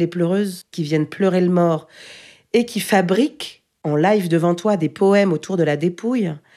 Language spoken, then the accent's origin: French; Kabylie, Algeria; first language Kabyle; French is a second language; Mes parents sont d'Algérie, on est de Kabylie. Moi, c'est ma première langue, j'ai grandi avec ma grand-mère.